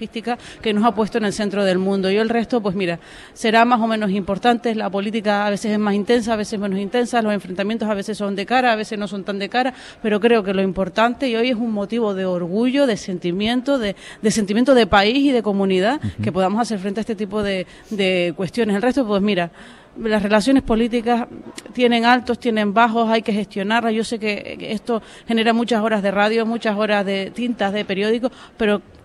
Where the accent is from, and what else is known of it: Canary Islands, Spain